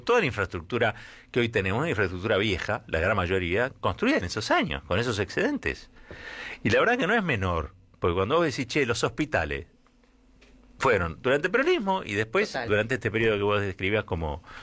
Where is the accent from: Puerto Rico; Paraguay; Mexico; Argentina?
Argentina; somos Argentina